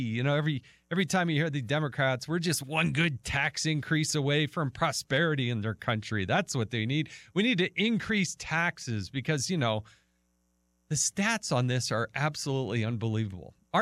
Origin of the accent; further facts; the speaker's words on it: Utah, United States; my home state of Uta